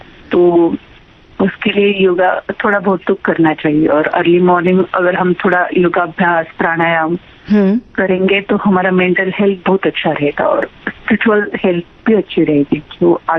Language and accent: Hindi; Rajgurunagar, Maharashtra, India; मैं पुणे से हूँ, राजगुरु नगर।